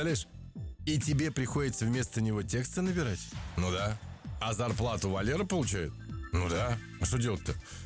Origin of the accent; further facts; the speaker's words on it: Saint Petersburg, Russia; Я, поскольку сам из Ленинграда